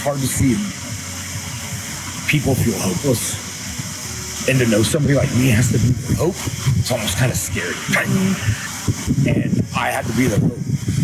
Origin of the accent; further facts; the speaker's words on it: Kerrville, Texas, United States; I mean, I'm from Kerrville.